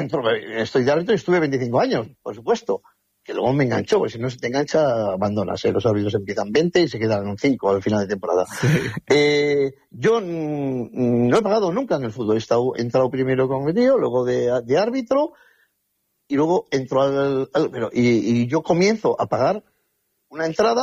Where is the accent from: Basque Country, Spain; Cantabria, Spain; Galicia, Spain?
Cantabria, Spain; Santander; Mira, yo nací en Santander y viví toda mi infancia en donde está el campo de fútbol de General Dávila, del cuartel, que era un cuartel.